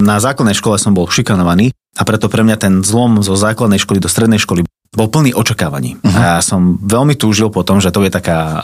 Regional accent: Trnava, Trnava Region, Slovakia; Tak ja som z Trnavy a tam pochádzam asi také úplne, že klasickej trnavskej rodiny, katolíci od malička.

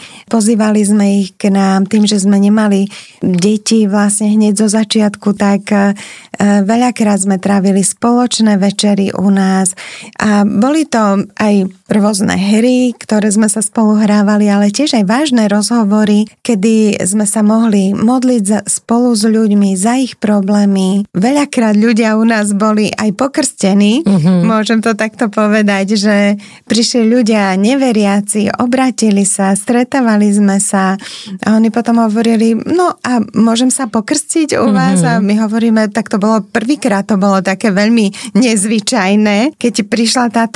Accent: Bratislava, Bratislava Region, Slovakia; born there; moved away as an adult; also born or lived in Liptov; keď som sa z Bratislavy teda presťahovala na Liptov a tam sme bývali 14 rokov s mojim manželom

